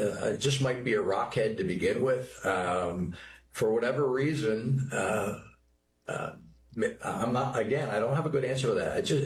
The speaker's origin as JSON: {"language": "English", "town": "Jersey City", "region": "New Jersey", "country": "United States", "said": "Jersey City, New Jersey."}